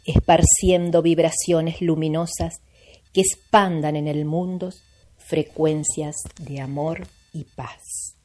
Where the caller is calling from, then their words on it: Presidencia Roque Sáenz Peña, Chaco, Argentina; soy de Sáenz Peña, Chaco, Argentina